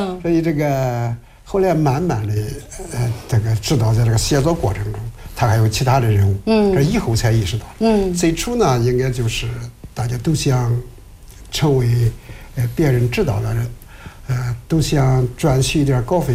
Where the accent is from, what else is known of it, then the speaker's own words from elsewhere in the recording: Nanyang, Henan, China; 河南南阳人。